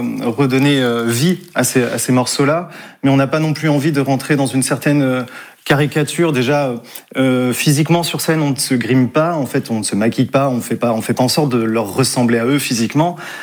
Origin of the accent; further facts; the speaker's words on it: Normandy, France; on vient de Normandie